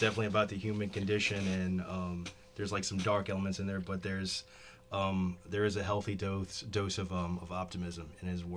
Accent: Metairie, Louisiana, United States; I'm from Metairie.

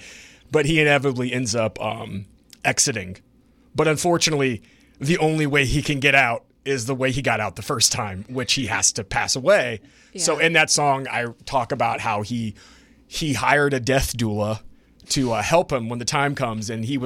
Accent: Pensacola, Florida, United States; moved away as an adult; now in New Orleans, United States; I'm going to back up from this RE20 a little bit. I am from Pensacola, Florida. I moved to New Orleans in 2009.

